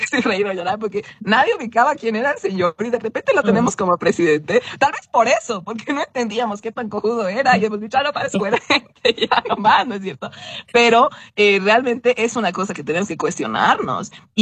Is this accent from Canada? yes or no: no; Bolivia